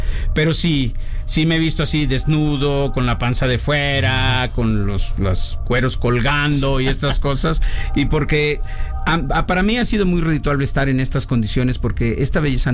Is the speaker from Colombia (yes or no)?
no; Colima, Mexico; mi padre en paz descanse, viven en Colima, sí, yo soy de Colima.